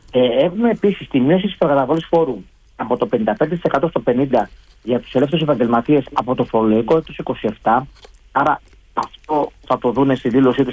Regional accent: Kymi, Central Greece, Greece; κατάγομαι και εγώ από την Κύμη, από την Εύβοια, από ένα χωριό το Βίταλο

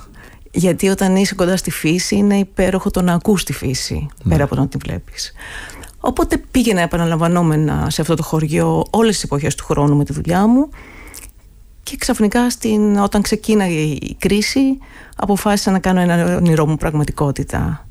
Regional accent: Thessaloniki, Central Macedonia, Greece; also born or lived in Paleochora, Chalkidiki; στη Θεσσαλονίκη, βέβαια κάθε δεύτερο Σαββατοκύριακο όταν ήμουν παιδάκι πηγαίναμε με την οικογένειά μου στο χωριό μου, στην παλαιόχωρα Χαλκιδικής.

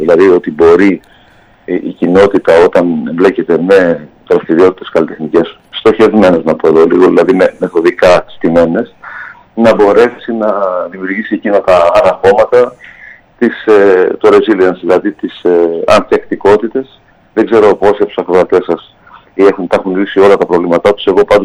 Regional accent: Greece; και εμείς έχουμε υπάρξει πρόσφυγες ως Έλληνες

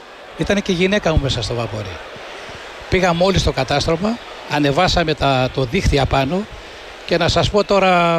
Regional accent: Syneti, South Aegean, Greece; Και εγώ μία από τα ίδια, από το ίδιο χωριό είμαστε. Στο Συνετή μεγάλωσα. Και εγώ βλέπω θάλασσα. Η θάλασσα είναι κοντά μας. Πολύ κοντά μας.

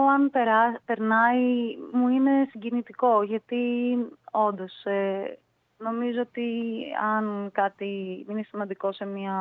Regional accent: Thessaloniki, Central Macedonia, Greece; moved away as an adult; now in Athens, Greece; Γεννήθηκα και μεγάλωσα στη Θεσσαλονίκη.

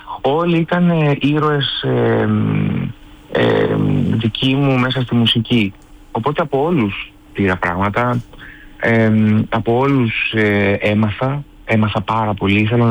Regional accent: Greece; also born or lived in France; Είμαι 100% Έλληνας και 100% Γάλλος σε όλες τις εκφάνσεις της ζωής μου.

